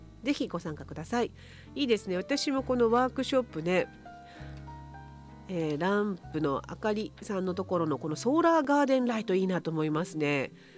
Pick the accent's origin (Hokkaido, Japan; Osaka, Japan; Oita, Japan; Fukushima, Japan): Fukushima, Japan; Ten'ei; ちょうど私の出身地天栄村なんですが、天栄村では木の里天栄といいまして道の駅があります。実家からすぐなんですけど